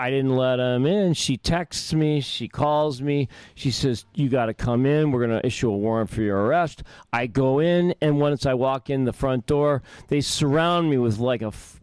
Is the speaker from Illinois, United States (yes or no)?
yes; Chicago, Illinois, United States; I'm from Chicago, too